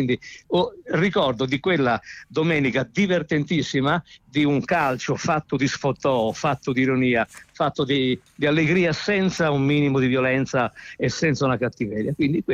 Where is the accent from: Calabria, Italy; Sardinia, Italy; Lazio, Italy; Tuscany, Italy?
Tuscany, Italy; now in Milan, Italy; Vado a San Siro dal 1981, io mi sono trasferito a Milano dalla Toscana nel 1981